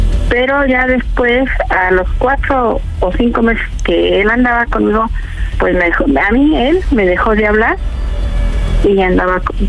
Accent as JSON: {"language": "Spanish", "region": "Mexico City", "country": "Mexico", "said": "Tengo 59 y soy del distrito, de aquí del México."}